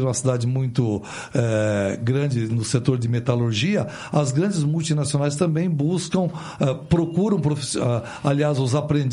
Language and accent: Portuguese; São José dos Pinhais, Paraná, Brazil; eu sou de São José dos Pinhais, que é a maior cidade aqui da região metropolitana, e lá tem o CIE.